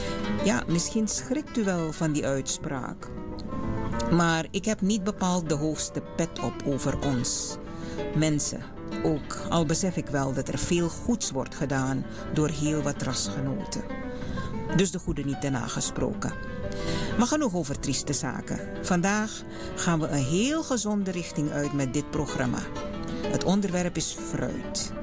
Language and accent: Dutch; Suriname; born there; die ik soms voel over mijn geboorteland